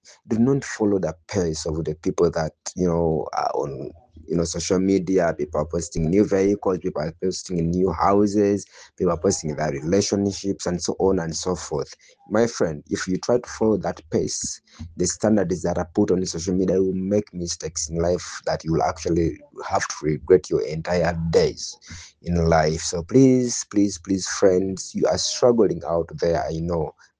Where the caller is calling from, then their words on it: Nakawa, Central Region, Uganda; I'm addressing in from Nakawa and the neighborhood.